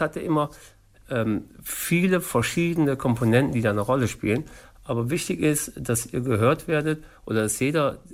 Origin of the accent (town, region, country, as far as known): Grefrath, North Rhine-Westphalia, Germany; born or raised there